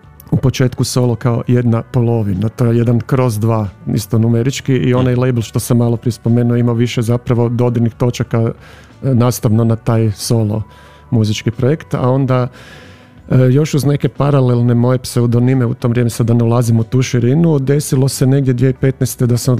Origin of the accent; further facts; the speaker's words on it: Zagreb, City of Zagreb, Croatia; born there; moved away as an adult; now in Vrbovec, Croatia; ja sam rođen Zagrepčanin, ali sam prije punih 5 godina preselio u Vrbovec, a izlazim u Koprivnicu